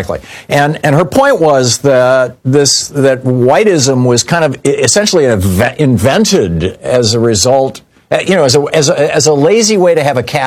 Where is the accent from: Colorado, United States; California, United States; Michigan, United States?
Michigan, United States; Lansing; when I grew up in Lansing, Michigan